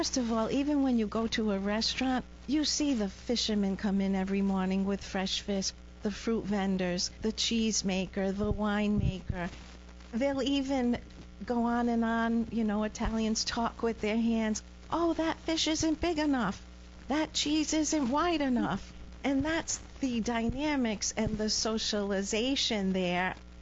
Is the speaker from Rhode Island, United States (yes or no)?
yes; Cranston, Rhode Island, United States; In Cranston, Rhode Island.